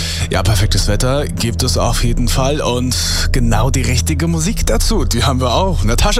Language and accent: German; Germany